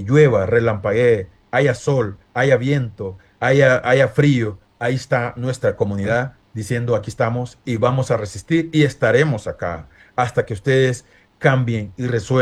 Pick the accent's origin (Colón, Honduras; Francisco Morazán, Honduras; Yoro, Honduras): Colón, Honduras; Iriona; also born or lived in United States; yo nací allá en Iriona, desde ahí donde mi mamá me enseñó a sembrar yuca, a sembrar coco